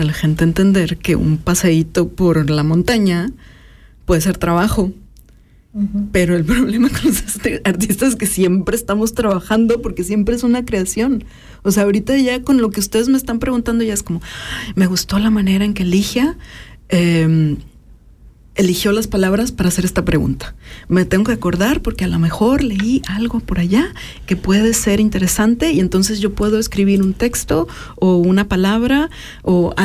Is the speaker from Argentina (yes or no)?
no; Mexico; moved away as an adult; siempre me asumo como inmigrante. O sea, cuando me preguntan, yo no siempre digo soy inmigrante mexicana. Pero tengo muchísimos años viviendo fuera de México. Muchísimos.